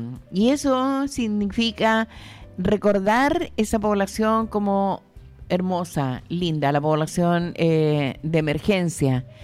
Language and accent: Spanish; Santa Cruz, O'Higgins, Chile; En Santa Cruz. Sí, correcto, mi ciudad natal.